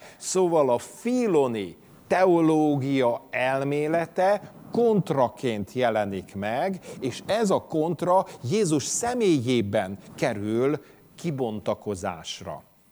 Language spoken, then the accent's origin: Hungarian; Hungary; born there; akik itt születtünk, tudjuk, hogy ez a nemzeti himnuszunkból